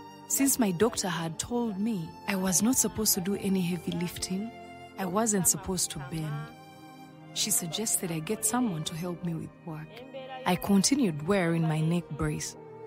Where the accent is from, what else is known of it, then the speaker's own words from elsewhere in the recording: Lukaya, Central Region, Uganda; I come from Lukaya.